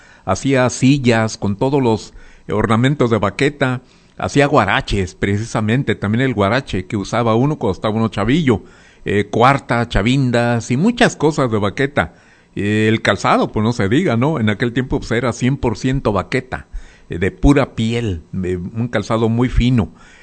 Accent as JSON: {"language": "Spanish", "town": "Santiago Ixcuintla", "region": "Nayarit", "country": "Mexico", "tie": "born there", "also_born_or_lived": "Miami / Chicago / San Francisco / Los Angeles", "moved": "yes", "lives_now": "Tepic, Mexico", "said": "he hecho también aquí en Tepic, que es mi segunda casa. Soy tepqueño de adopción, soy adoptivo. Pero mi ombligo lo tengo ahí en Santiago, orgullosamente. Trabajé en Estados Unidos y donde quiera que anduve, cuando estuve en Miami, estuve en Chicago, en San Francisco, viví en Los Ángeles, y en varias partes viví."}